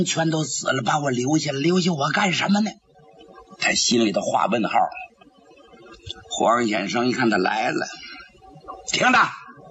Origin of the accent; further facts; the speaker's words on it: Shenyang, Liaoning, China; 你看我那阵就是在奉天长大的，奉天就是辽宁，也是沈阳